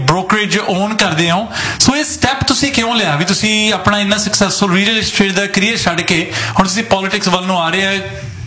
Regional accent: Brampton, Ontario, Canada; ਮੈਂ ਵੀ ਇੱਥੇ ਪੜ੍ਹਿਆ ਲਿਖਿਆ, ਸਾਰੀ ਉਮਰ ਇੱਥੇ ਰਹੇ, ਇੱਥੋਂ ਦੇ ਜੰਮਪਲ ਹਾਂ

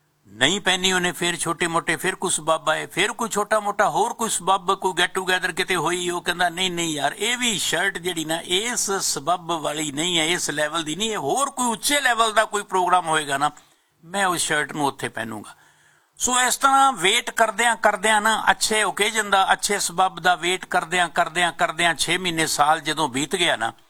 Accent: Punjab, India; moved away as an adult; now in Canada; ਪੰਜਾਬ ਦੇ ਵਿੱਚ ਸਾਡਾ ਬਚਪਨ ਬੀਤਿਆ ਹੈ, ਪੰਜਾਬ ਦੇ ਵਿੱਚ ਸਾਡੀ ਜਵਾਨੀ ਬੀਤੀ ਹੈ, ਪੰਜਾਬ ਸਾਡਾ ਕਰਮ ਭੂਮੀ ਰਹੀ ਹੈ, ਅਸੀਂ ਆਪਣੀ ਕਰਮ ਭੂਮੀ ਦੇ ਵਿੱਚ ਆਪਣੇ ਆਪਣੇ ਕਰਮ ਤੋਂ ਫ੍ਰੀ ਹੋ ਕੇ ਕੈਨੇਡਾ ਦੇ ਵਿੱਚ ਆ ਕੇ ਵਸੇ ਹਾਂ

